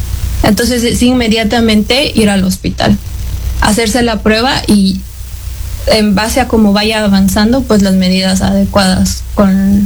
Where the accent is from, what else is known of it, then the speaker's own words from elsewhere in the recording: Quito, Pichincha, Ecuador; now in United States; Yo soy de Quito.